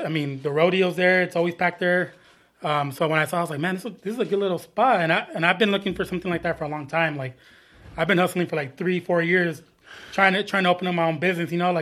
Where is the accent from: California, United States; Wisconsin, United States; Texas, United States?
California, United States; San Bernardino; I grew up in San Bernardino, especially in that area. My mom still lives down the street from there.